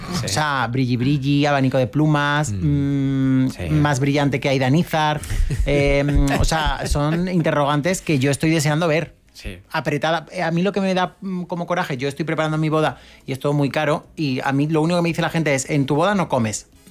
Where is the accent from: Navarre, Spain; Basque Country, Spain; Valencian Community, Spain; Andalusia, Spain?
Navarre, Spain; Pamplona; pero si yo soy de Pamplona, ¿cómo me voy a poner yo una mecha californiana?